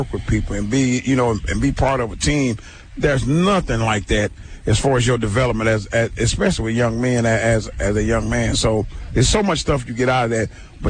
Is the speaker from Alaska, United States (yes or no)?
no; Little Rock, Arkansas, United States; when I was growing up, we didn't have that here in Little Rock either.